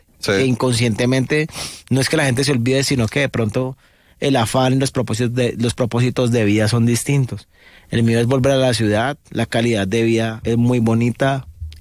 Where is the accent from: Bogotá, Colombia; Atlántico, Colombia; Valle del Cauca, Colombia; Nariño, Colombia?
Valle del Cauca, Colombia; Cali; Yo salí del San Luis Gonzaga, del barrio Granada, al noroeste de Cali.